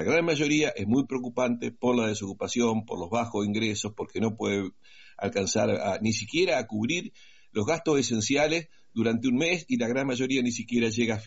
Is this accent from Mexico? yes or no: no; Argentina; somos los propios argentinos